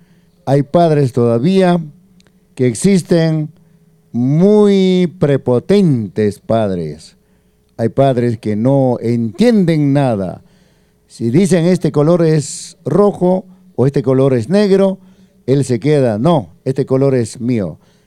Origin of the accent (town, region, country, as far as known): Peru